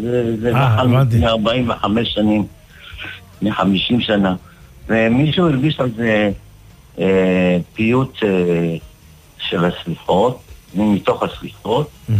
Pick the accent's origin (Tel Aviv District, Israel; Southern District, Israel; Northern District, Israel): Tel Aviv District, Israel; Tel Aviv; ילדות הייתה בשכונת שבזי בתל אביב. שם נולדתי. ואצלנו בשכונה היו ספרדים, תימנים, אשכנזים, עדנים.